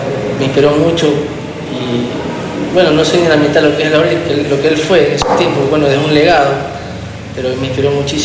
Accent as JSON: {"language": "Spanish", "town": "El Empalme", "region": "Guayas", "country": "Ecuador", "tie": "born or raised there"}